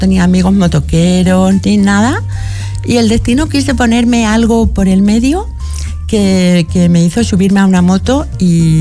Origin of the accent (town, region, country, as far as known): Marbella, Andalusia, Spain